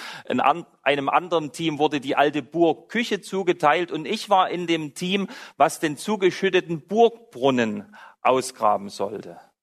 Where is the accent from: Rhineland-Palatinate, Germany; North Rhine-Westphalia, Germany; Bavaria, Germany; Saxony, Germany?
Saxony, Germany; hatte euch erzählt, dass ich aus Sachsen komme, dort bin ich aufgewachsen.